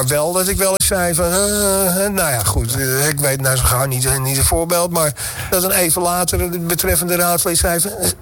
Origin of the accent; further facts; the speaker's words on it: Amsterdam, North Holland, Netherlands; ik ben Amsterdammer, dat zei ik al.